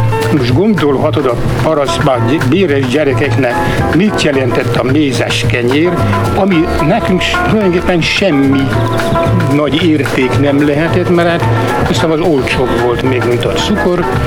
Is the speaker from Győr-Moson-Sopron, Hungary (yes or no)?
no; Tolna, Hungary; Minden falutól messze első puszta az, ahol én születtem, Rátszeg, Felső Rátszegre, ezt a Simon Tornya és Sárszent Lőrinc között. Ott volt az apám uradalmi főgépész.